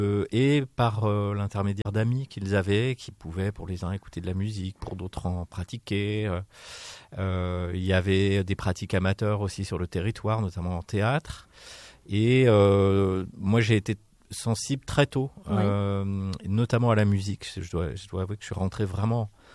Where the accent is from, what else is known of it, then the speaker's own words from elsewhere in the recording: Bressuire, Nouvelle-Aquitaine, France; moved away; also born or lived in Poitiers / Vernouillet / Cherbourg / Perpignan; Alors moi, je suis né à Poitiers. Mais j'ai grandi, je suis juste né à Poitiers, j'ai grandi dans une petite ville des Deux-Sèvres qui s'appelle Bressuire.